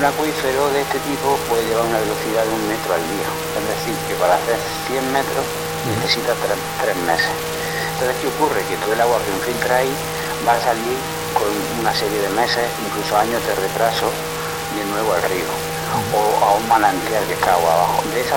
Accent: Guadix, Andalusia, Spain; la zona de Guadix, que de donde soy yo

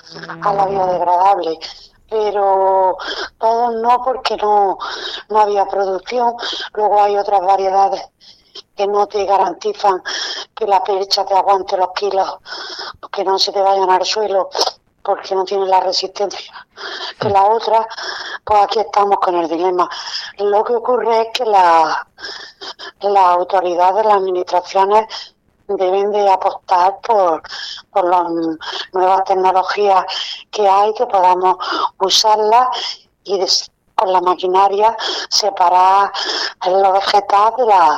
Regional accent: Almería, Andalusia, Spain; los que somos de Almería y conocemos la feria, la hemos vivido desde niños.

